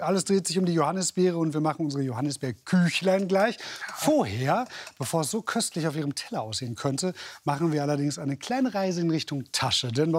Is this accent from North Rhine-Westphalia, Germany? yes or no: yes; North Rhine-Westphalia, Germany; Ich komme aus dem Ruhrgebiet